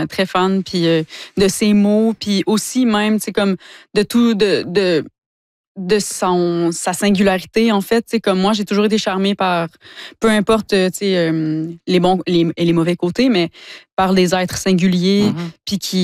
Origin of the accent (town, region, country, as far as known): Quebec, Canada; born or raised there